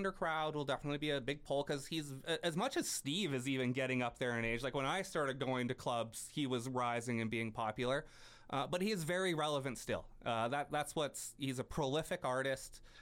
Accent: Prince George, British Columbia, Canada; Actually, it's funny that you bring that up, because growing up in Prince George, when I was under 19, there was like … these great shows would come

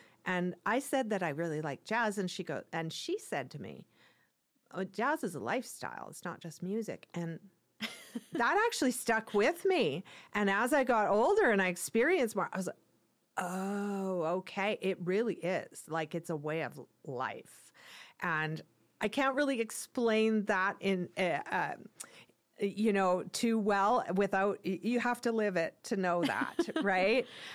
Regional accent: Prince George, British Columbia, Canada; moved away as an adult; growing up in Prince George

